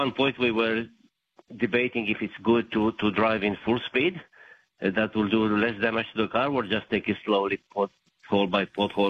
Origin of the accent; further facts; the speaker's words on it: Romania; I grew up in Romania, and the roads were not too great.